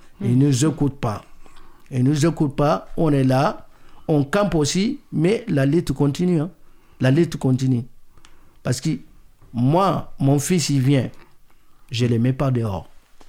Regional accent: Mali; Lui, il est Mauritanien, lui, il est Sénégalais, moi, je suis Malien.

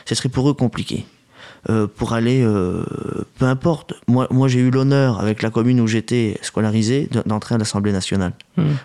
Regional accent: France; parce que on est français avant tout. Moi, je suis voyageur, je suis en errance

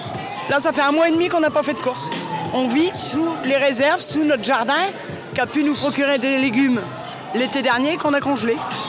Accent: Hauts-de-France, France; Je viens d'à côté de Noyon. Un petit village, un hameau à côté de Noyon, qui est relié à Noyon.

